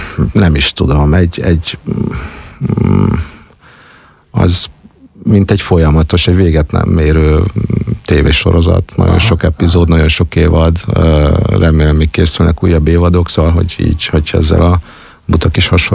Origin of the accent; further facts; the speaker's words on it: Budapest, Hungary; Nem Budán születtem, de de nyilván a legelső emlékeim is ide kötnek, hát itt gyerekeskedtem, egészen késő kamaszkoromig itt éltem